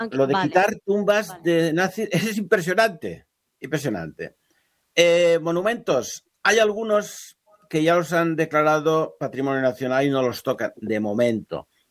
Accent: Spain; Tú vas a las librerías anticuarias y si dices, bueno, es que soy español, me interesa el tema, es cuando te abren el cuarto oscuro abajo.

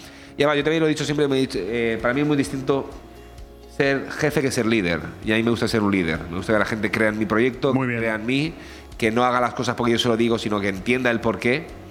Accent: Benidorm, Valencian Community, Spain; Benidorm para mí es mi vida. Yo soy un amante, un enamorado de Benidorm. He nacido, me he criado aquí, mi vida, mi mujer, mis hijos, tengo mi familia, todo aquí.

